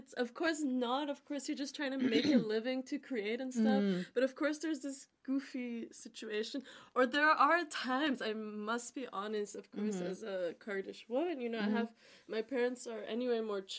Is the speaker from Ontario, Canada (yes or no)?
yes; Toronto, Ontario, Canada; born or raised there